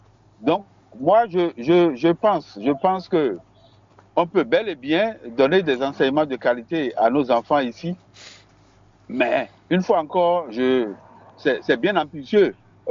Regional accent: Benin; je reviens rapidement chez moi, au Bénin

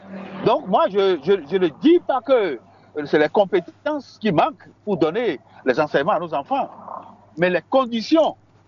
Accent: Benin; je reviens rapidement chez moi, au Bénin

